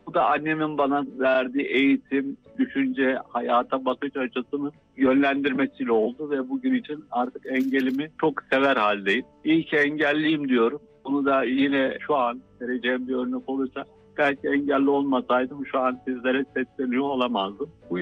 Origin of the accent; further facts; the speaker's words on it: Ankara, Turkey; born there; 1972 Ankara doğumluyum.